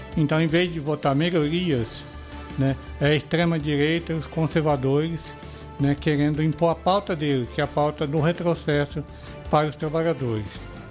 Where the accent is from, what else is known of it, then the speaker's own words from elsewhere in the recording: João Pessoa, Paraíba, Brazil; eu sou lá de João Pessoa